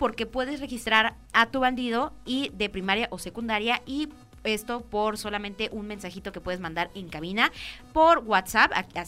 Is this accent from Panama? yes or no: no; Mexico; Que yo sé que somos buenos mexicanos y a veces dejamos todo para el final.